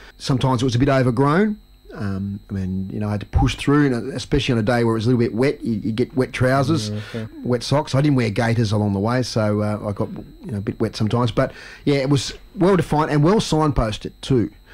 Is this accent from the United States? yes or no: no; Launceston, Tasmania, Australia; So now I often mention that my hometown, even though I live a bit north of it, is... And they would call it Launceston. We call it Launceston.